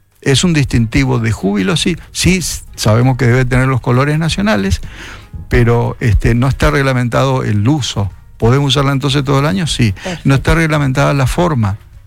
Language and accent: Spanish; Argentina; La escarapela indica que yo soy argentino. Y yo soy argentino no solo los 3 o 4 o 5 días patrios, sino todo el año.